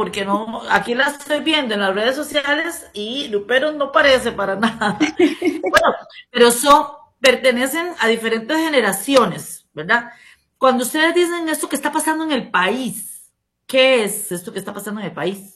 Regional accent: Costa Rica; ese pensamiento que muchos costarricenses tenemos, ¿verdad?

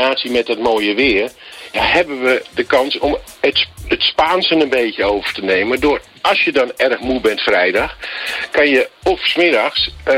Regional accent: Amsterdam, North Holland, Netherlands; wij komen uit Amsterdam.

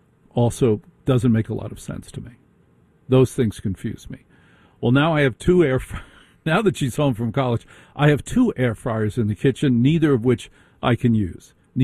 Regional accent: United States; You and I as Americans like to buy options.

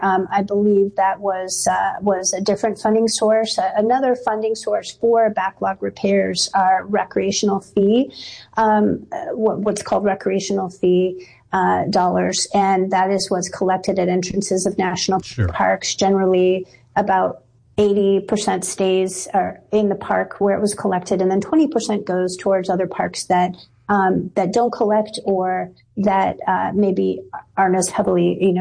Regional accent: Colorado, United States; spent a lot of time in Colorado, where I'm from

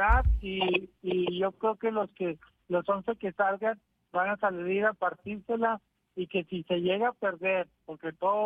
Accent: Mexico; yo tengo fe como mexicano

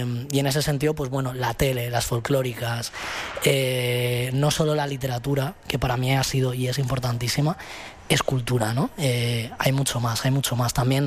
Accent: Rivas-Vaciamadrid, Community of Madrid, Spain; now in Madrid, Spain; yo he crecido en Covibar, en Rivas. Pero mi padre es de Canillejas y mi madre de San Blas y Mancas, por ahí. García Noblejas, esa zona. Y es donde yo vivo ahora, de hecho.

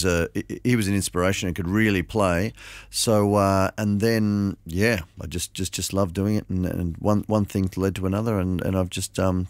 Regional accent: Port Macquarie, New South Wales, Australia; I grew up in Port Macquarie, and when I was there, it was the done thing to be in the, when I was at the local Port Macquarie Primary School

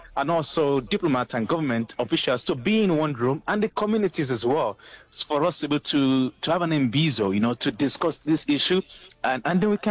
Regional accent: Nigeria; moved away as an adult; now in South Africa; I'm a Nigerian and experienced South Africa for the past 16 years. Our first time in South Africa was in 2006

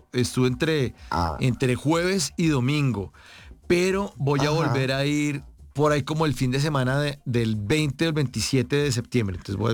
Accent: Bogotá, Colombia; now in Medellín, Colombia; Yo soy bogotano, estoy viviendo en Medellín.

